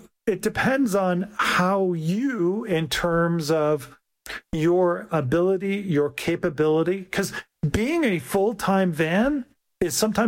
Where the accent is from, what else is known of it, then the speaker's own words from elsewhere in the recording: Canada; now in Pittsburgh, United States; I came from Canada and my loyalty was to the Maple Leafs because it was passed down to me from one generation to another. When I moved to Pittsburgh, I fell in love with the Pens